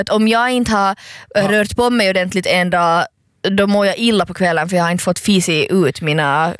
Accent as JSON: {"language": "Swedish", "country": "Germany", "moved": "yes", "said": "Men det är ju såklart för att jag är tysk"}